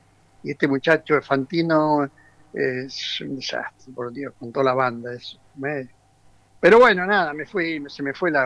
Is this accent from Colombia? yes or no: no; Argentina; saben que soy argentino y bueno, pero acá no se habla más del Mundial.